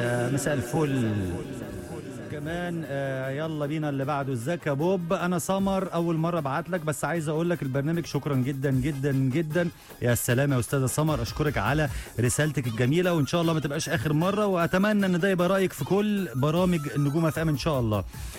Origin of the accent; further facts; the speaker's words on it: Upper Egypt, Egypt; تحية لأهل الصعيد اللي أنا بنتمي ليه.